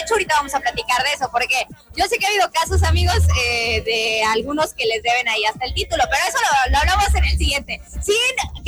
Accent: Mexico; como buen mexicano dejamos todo al final

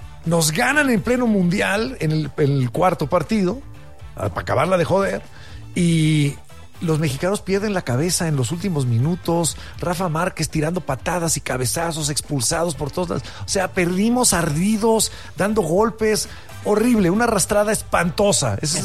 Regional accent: Mexico; colombianos son como mexicanos, es de lo, casi de lo más parecido que hay. Colombianos y peruanos creo que yo son los más semejantes a nosotros.

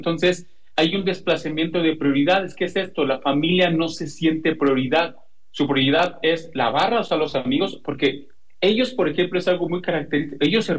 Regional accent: Mexico; yo soy de México.

